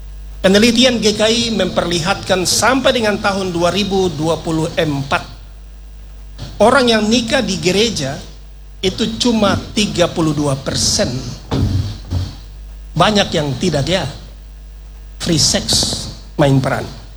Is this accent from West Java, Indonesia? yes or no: no; Jayapura, Papua, Indonesia; Yo, saya dari Jayapura, jadi saya bilang itu.